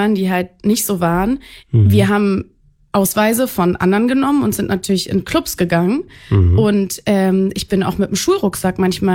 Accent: Berlin, Germany; ich bin in Berlin groß geworden

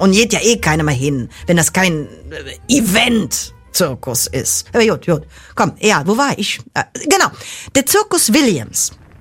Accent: Cologne, North Rhine-Westphalia, Germany; Oh, Kölle. Wenn ich so an mein Heimat denke und sinde do, oh, Entschuldigung, also.

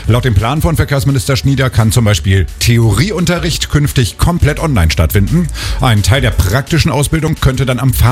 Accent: Gifhorn district, Lower Saxony, Germany; ich komme aus dem Kreis Gifhorn

